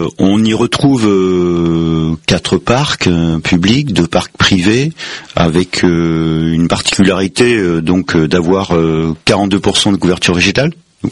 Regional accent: Auvergne-Rhône-Alpes, France; Alors moi je sais pas vous, mais moi je suis originaire de la Drôme provençale et donc quand j'étais en sixième, je prenais le bus à 7h15 pour aller au collège

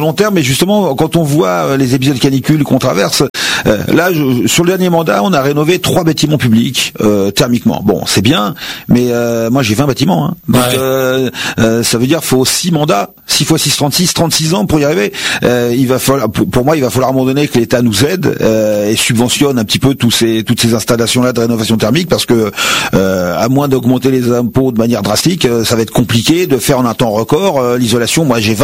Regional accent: Mériel, Île-de-France, France; moi, je suis un enfant du pays, hein, donc j'ai connu Mériel avec moitié moins d'habitants. J'ai joué dans la forêt quand j'étais petit.

